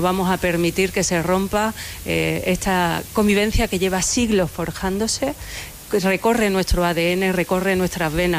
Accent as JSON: {"language": "Spanish", "region": "Ceuta", "country": "Spain", "said": "la ciudad de Ceuta me produce muchísima tristeza que mi país, después de 30 días, no haya sido capaz de protegernos a los ceutíes"}